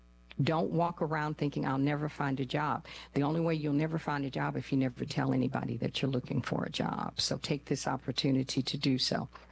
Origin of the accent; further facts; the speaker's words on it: New Jersey, United States; born there; also born or lived in Rhode Island; And well, I was born in New Jersey, and then I moved to Rhode Island